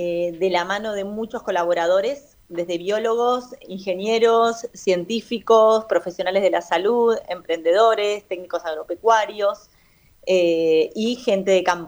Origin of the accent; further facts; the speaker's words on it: El Bolsón, Río Negro, Argentina; Yo soy nacida y criada acá en el Bolsón. Yo estoy ahora acá en el Bolsón, en la Patagonia.